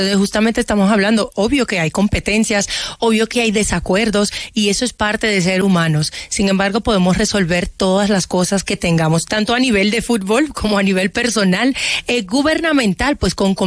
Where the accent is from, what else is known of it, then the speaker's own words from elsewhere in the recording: Dominican Republic; also born or lived in Port-au-Prince, Haiti; Crecí y me desarrollé en la República Dominicana, he viajado a muchos países hermosos como Colombia que me han acogido y me han hecho sentir como en casa y la verdad es que me he desarrollado en la música latina, pero siempre con mis raíces haitianas.